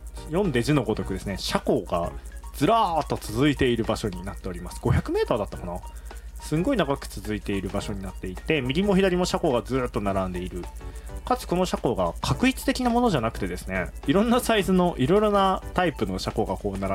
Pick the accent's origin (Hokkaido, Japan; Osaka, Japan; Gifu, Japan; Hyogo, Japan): Hokkaido, Japan; Kitahiroshima; 僕らはこう大曲がりの出身なので